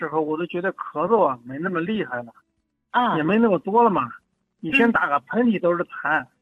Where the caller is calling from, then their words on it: Baotou, Inner Mongolia, China; 我是包头的。